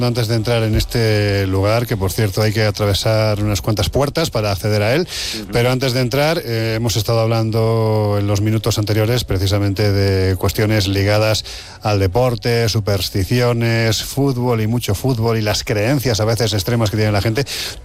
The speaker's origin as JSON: {"language": "Spanish", "region": "Andalusia", "country": "Spain", "said": "Bueno, mira, yo como soy exagerado, soy andaluz"}